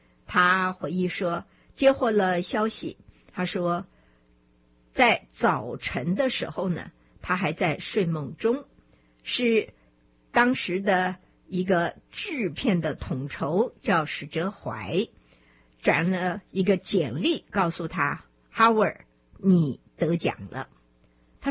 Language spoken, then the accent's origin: Chinese; Taiwan; 台湾很小，所以呢，台湾就三个电视台，从南到北，从东到西，我都记得，因为我从台湾来，所以台湾呢就是中视、华视跟台视。